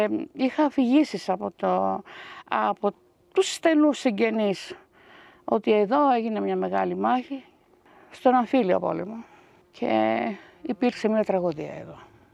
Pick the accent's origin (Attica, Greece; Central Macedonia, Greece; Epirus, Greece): Epirus, Greece